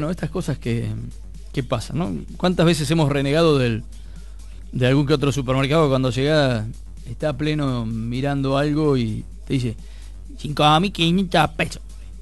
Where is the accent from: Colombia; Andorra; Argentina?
Argentina